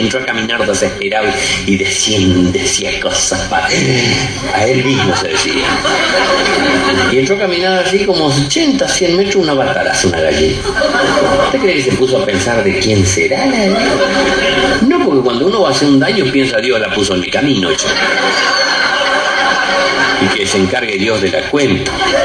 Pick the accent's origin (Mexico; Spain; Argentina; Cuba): Argentina; Villa Ángela, Chaco; moved away; Mi pueblo... Villángela Chaco, que es la tercera ciudad del Chaco, no es ningún pueblo, es una ciudad. Cumplimos 75 años el otro día en mayo. Estamos a 210 kilómetros del río más cerca. Y en Villángela hay club de pescadores.